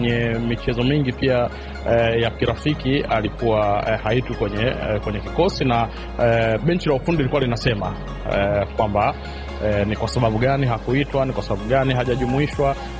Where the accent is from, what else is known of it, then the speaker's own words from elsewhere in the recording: Tanzania; mimi ni Mtanzania